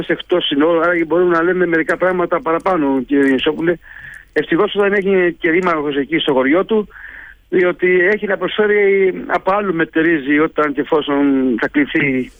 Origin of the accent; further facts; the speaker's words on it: Zakynthos, Ionian Islands, Greece; now in Zambia; στην πατρίδα μου, τη Ζάκυνθο